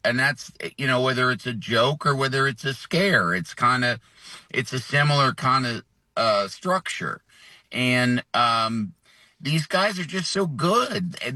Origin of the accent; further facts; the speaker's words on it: Illinois, United States; And I I grew up outside of Chicago, and I went to film school.